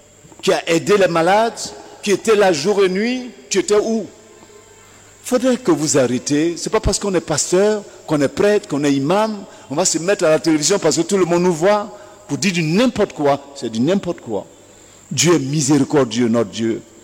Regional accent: Rwanda; Et quand le génocide a éclaté, mon père, de l'autre ethnie, était infirmier major. Et à Kigali, à l'hôpital, mon père a fait

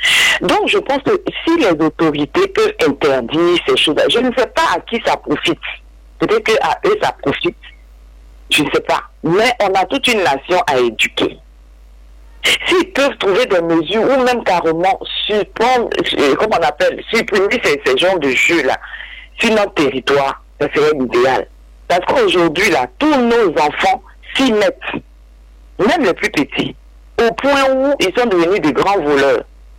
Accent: Côte d’Ivoire; chez nous en Côte d'Ivoire

